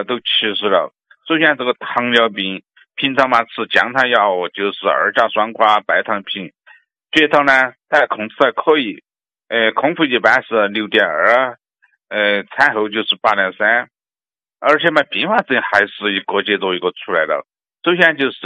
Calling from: Chengdu, Sichuan, China; 四川成都的。

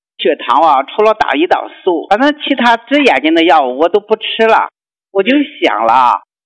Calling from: Shanxi, China; 我是山西的。

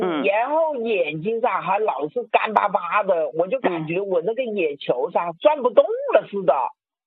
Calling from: Wuhan, Hubei, China; 王老师，我是武汉的，

